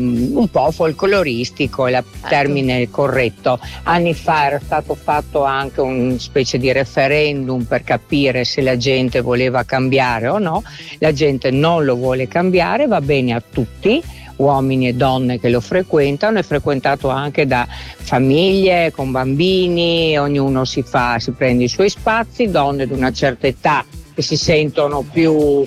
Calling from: Trieste, Friuli-Venezia Giulia, Italy; io sono triestina

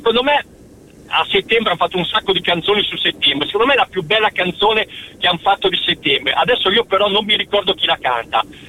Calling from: Sesto Calende, Lombardy, Italy; siamo dal Lago Maggiore, Sesto Calende, ma adesso siamo a Bologna perché stiamo andando in vacanza in Abruzzo.

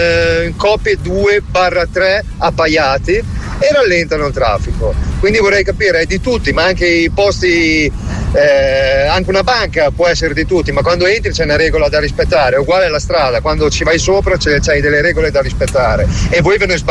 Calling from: Bologna, Emilia-Romagna, Italy; io sono di Bologna e ti posso garantire che qua a Bologna e nei limitrofi, che giro parecchio

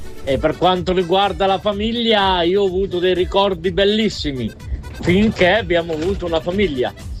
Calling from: Reggio Emilia, Emilia-Romagna, Italy; da Reggio Emilia.

